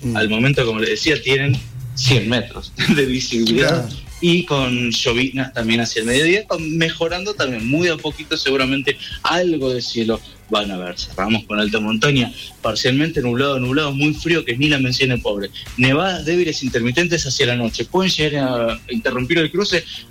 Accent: Buenos Aires, Argentina; En Buenos Aires, de donde vengo, uno está más acostumbrado a eso, pero en este caso no.

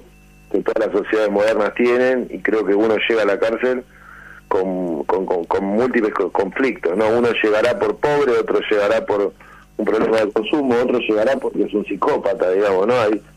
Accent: Villa Caraza, Buenos Aires Province, Argentina; viví gran parte de mi infancia en Villa Caraza y Villa Jardín.

